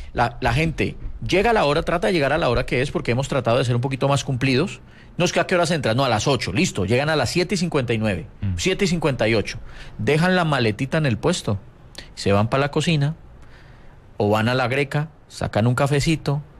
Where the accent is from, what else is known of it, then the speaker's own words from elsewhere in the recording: Colombia; Así somos los colombianos, así somos